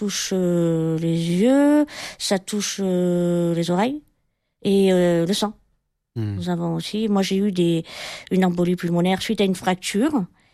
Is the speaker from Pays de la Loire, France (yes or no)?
no; L'Escarène, Provence-Alpes-Côte d'Azur, France; je suis de l'Escarène.